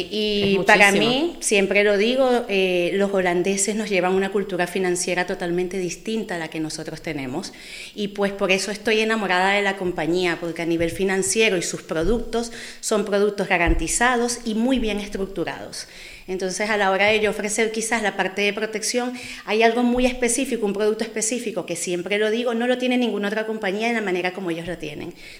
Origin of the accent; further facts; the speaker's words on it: Venezuela; moved away as an adult; now in Spain; Obviamente en mi país, pues yo nací en Venezuela.